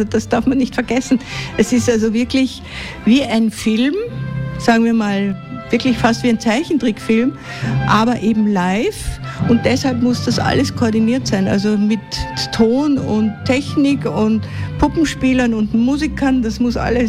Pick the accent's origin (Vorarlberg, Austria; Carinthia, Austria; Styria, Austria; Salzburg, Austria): Salzburg, Austria; born or raised there